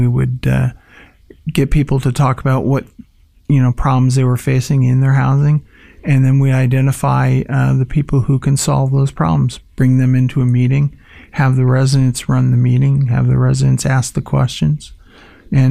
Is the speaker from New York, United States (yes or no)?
yes; Fayetteville, New York, United States; Yes. Well, I grew up in Fayetteville, actually.